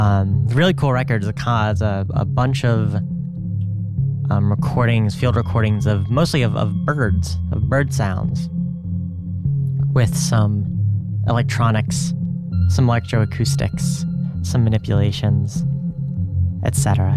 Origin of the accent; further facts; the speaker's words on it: New Jersey, United States; I'm not. I'm from New Jersey.